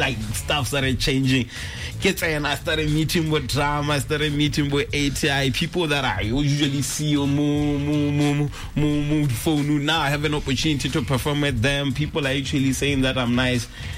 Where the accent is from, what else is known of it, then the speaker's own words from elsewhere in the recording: Gaborone, Botswana; born there; also born or lived in Francistown; So like most of my life, I grew up in Gabs. I even schooled in Gabs.